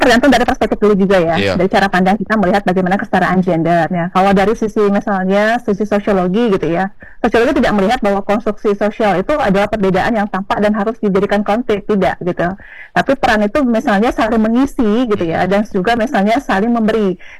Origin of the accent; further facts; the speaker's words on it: Pontianak, West Kalimantan, Indonesia; kayak saya di Pontianak ya, karena saya orang Melayu